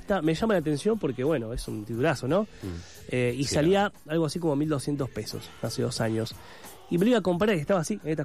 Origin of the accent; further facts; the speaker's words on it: Avellaneda, Buenos Aires Province, Argentina; Nosotros somos de Avellaneda, la obra se va a dar allá en Avellaneda.